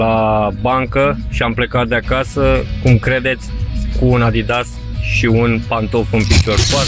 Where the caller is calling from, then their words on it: Pitești, Argeș, Romania; din Pitești